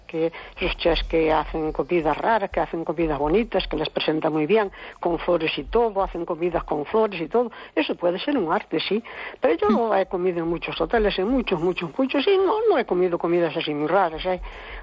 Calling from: Cespón, Galicia, Spain; de Cespón.

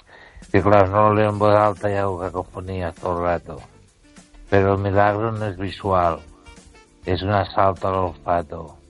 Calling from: Ourense, Galicia, Spain; La verdad es que … de Orense.

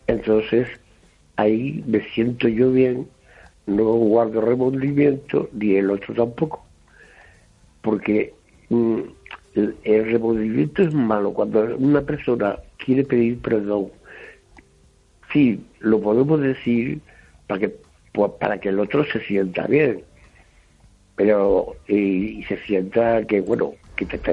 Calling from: Lugo, Galicia, Spain; Yo soy el músico de Lugo

